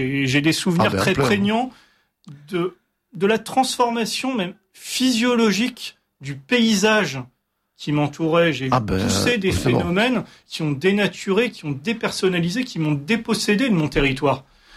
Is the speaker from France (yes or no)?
yes; France; Avant d'être un caucasien, avant d'être un blanc, je suis un Français